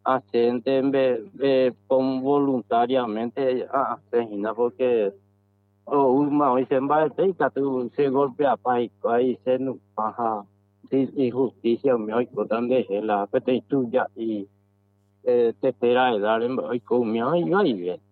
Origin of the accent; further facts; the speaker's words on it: Paraguay; pero que estamos ahí a luchar como paraguayo